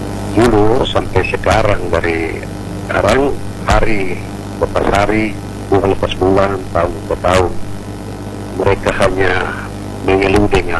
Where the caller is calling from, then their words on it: North Biak district, Biak, Papua, Indonesia; Gopi Utara, distrik Gopi Utara, kampung Gopi.